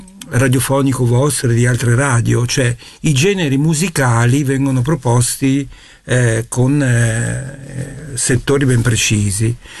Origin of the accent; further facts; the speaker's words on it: Parma, Emilia-Romagna, Italy; perché vengo da Parma.